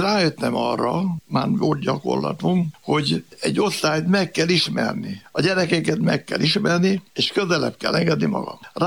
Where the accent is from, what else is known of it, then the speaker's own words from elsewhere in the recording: Demecser, Szabolcs-Szatmár-Bereg, Hungary; born there; also born or lived in Nyíregyháza; Visszamentünk Demecserbe, ott születtem